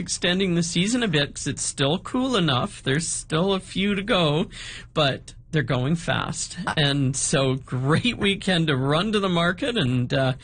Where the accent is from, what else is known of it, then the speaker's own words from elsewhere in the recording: British Columbia, Canada; Even my hometown on the Sunshine Coast had a strawberry jam factory.